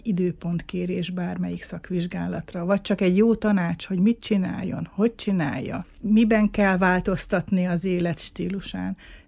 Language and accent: Hungarian; Miskolc, Borsod-Abaúj-Zemplén, Hungary; én ott nőttem fel a Diósgyőrben papírgyárnál